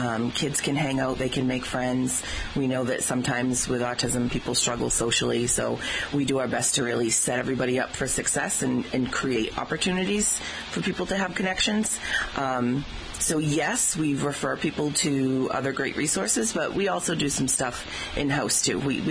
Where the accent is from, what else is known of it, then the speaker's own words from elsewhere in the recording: Taunton, Massachusetts, United States; I'm from Taunton